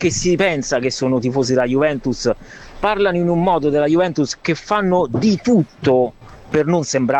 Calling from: Rome, Lazio, Italy

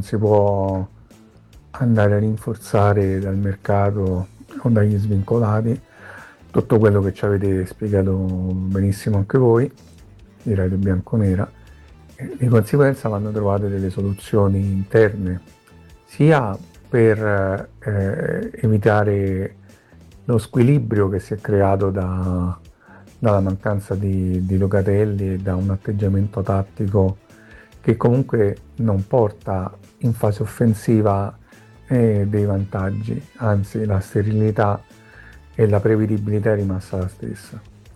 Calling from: Rome, Lazio, Italy

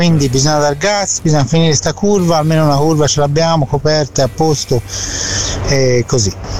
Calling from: German-speaking Switzerland, Switzerland; dalla Svizzera tedesca.

